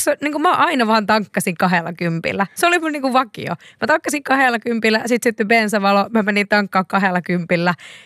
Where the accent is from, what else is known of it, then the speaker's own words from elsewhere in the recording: Nurmo, South Ostrobothnia, Finland; mä oon Nurmasta kotoisin